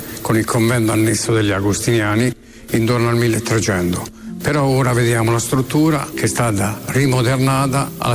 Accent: Morrovalle, Marche, Italy; born there; perché io sono nato a Morrovalle

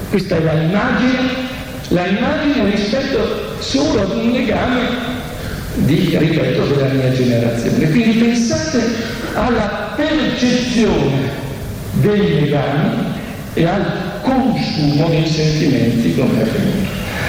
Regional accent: Verona, Veneto, Italy; io sono di Verona, quindi un ambiente piuttosto tradizionale

